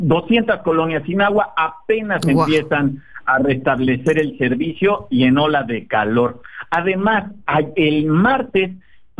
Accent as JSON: {"language": "Spanish", "region": "Baja California", "country": "Mexico", "said": "lo que estamos viviendo los bajacalifornianos en este momento"}